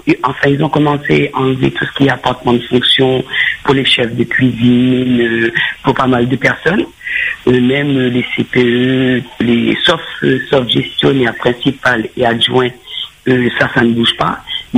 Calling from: Évry, Île-de-France, France; Je suis du 91, dans l'Essonne, à Évry.

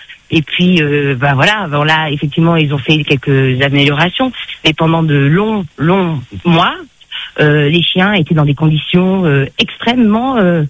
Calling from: Réunion; je suis réunionnaise. Hein, mais ils ne sonnent pas comme ça, mais je suis réunionnaise.

